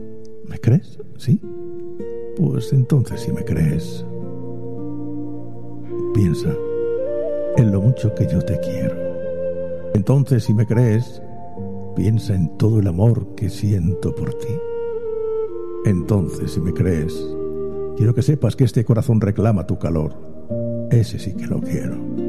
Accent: Spain; Me siento español porque soy español y porque amo mi bandera, que por cierto, tan bonita es.

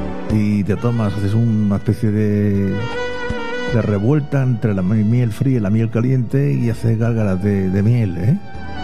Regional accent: Region of Murcia, Spain; Claro, y además es de mi tierra, es murciana, claro que sí.

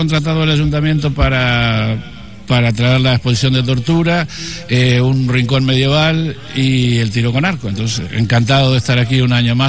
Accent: Uruguay; moved away; yo soy hijo de andaluces, pero nacido y criado en Uruguay.

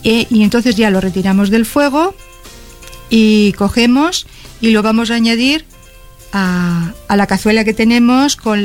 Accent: Andalusia, Spain; moved away; soy andaluza

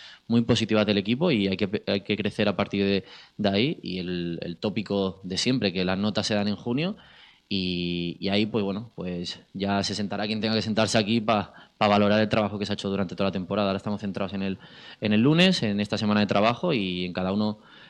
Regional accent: Catalonia, Spain; moved away as an adult; now in Andalusia, Spain; hasta los 18 viví allí, soy catalán, tengo mucha familia allí

